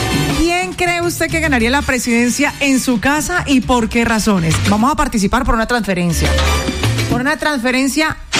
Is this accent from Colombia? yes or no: yes; Colombia; Aparte, esto es algo que como colombianos lo tenemos.